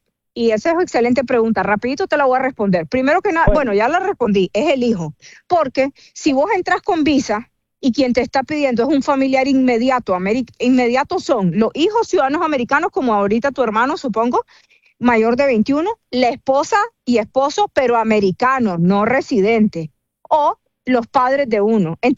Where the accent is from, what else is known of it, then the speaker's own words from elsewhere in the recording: Nicaragua; moved away as an adult; pero voy todo el tiempo a Nicaragua y mis papás, mis hermanos, todos viven allá y yo me crié allá. Incluso yo soy abogada, tengo 43 años y a los 23 me vine de Nicaragua